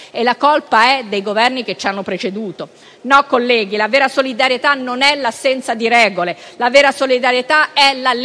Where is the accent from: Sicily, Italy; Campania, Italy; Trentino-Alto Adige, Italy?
Trentino-Alto Adige, Italy; nella mia terra, in Trentino Alto Adige